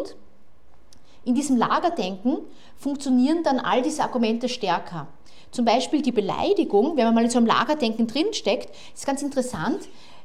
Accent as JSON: {"language": "German", "town": "Graz", "region": "Styria", "country": "Austria", "moved": "yes", "said": "Ich komme aus Graz ursprünglich."}